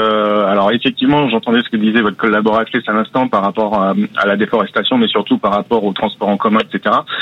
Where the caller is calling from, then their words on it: Port-des-Barques, Nouvelle-Aquitaine, France; De Port-des-Barques, en Charente-Maritime.